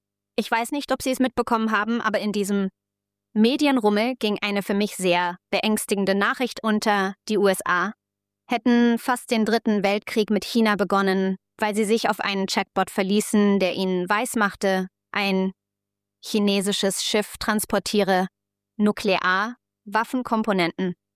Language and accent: German; Ethiopia; Wie Sie wissen, bin ich in Äthiopien geboren und aufgewachsen und ich mache mir große Sorgen zum Beispiel über das Crypto-Mining, das sich in Äthiopien ausgebreitet hat